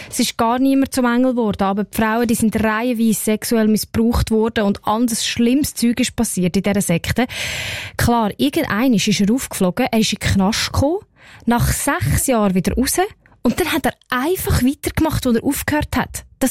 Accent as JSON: {"language": "German", "country": "Switzerland", "said": "Dabei gibt es auch richtig heftige Fälle bei uns in der Schweiz."}